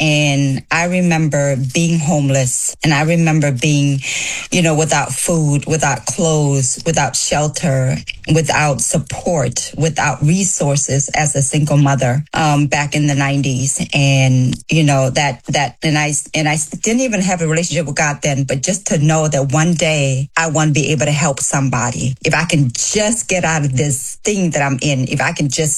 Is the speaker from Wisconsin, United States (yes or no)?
yes; Wisconsin, United States; born there; growing up in Wisconsin as a refugee